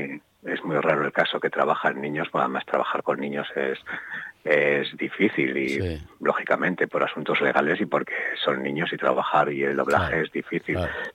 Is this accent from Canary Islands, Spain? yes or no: no; Castro Urdiales, Cantabria, Spain; Bueno, tengo que agradecer siempre que yo no soy de Laredo, ¿no? Soy de Castro, pero es que me tratan como si fuera de Laredo, me tratan de maravilla.